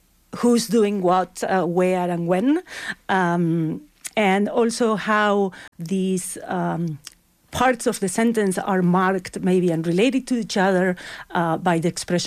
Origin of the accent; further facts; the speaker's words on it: Buenos Aires, Argentina; moved away as an adult; also born or lived in Patagonia, Argentina / United States; now in Toronto, Canada; I'm from Buenos Aires, Argentina, and I studied there an undergraduate.